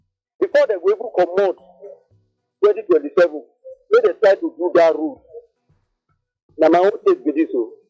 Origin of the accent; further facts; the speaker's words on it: Nigeria; now in Lagos, Nigeria; Last time when me I traveled to Ugele, my hometown